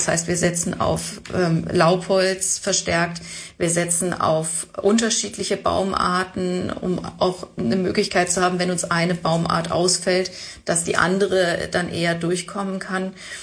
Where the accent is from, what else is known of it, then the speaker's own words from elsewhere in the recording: Freiburg, Baden-Württemberg, Germany; Wobei wir die sandigen Böden auch, jetzt, ich komme ja aus Freiburg, auch in der Oberrheinebene haben und dort auch traditionell viele Kiefern stehen.